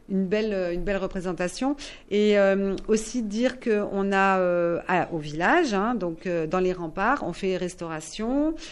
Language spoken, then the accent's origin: French; Auvergne-Rhône-Alpes, France; now in Longwy, France; moi, je ne suis pas de Longwy, il faut le savoir. Moi, je suis savoyarde, mais ça fait maintenant quelques années que j'habite ici.